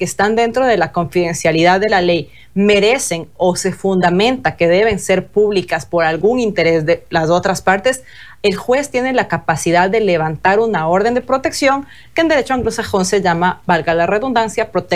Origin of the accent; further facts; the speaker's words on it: Ecuador; nosotros como ecuatorianos